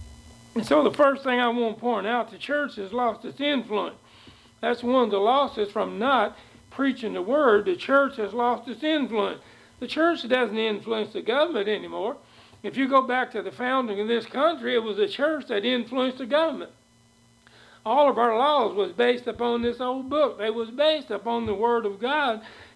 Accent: Kentucky, United States; I grew up down in Kentucky and in a dry county

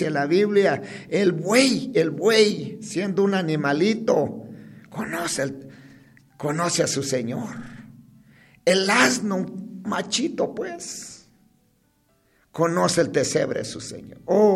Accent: Guatemala

